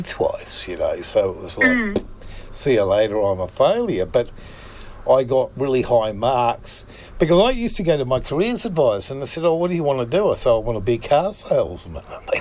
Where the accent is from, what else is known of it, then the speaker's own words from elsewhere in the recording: New Zealand; also born or lived in Takapuna; growing up in New Zealand when I grew up